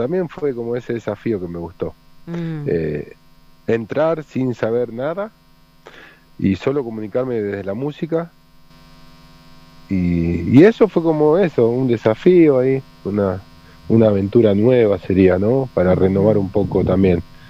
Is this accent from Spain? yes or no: no; Patagonia, Argentina; Yo soy el argentino que anda tocando el bandoneón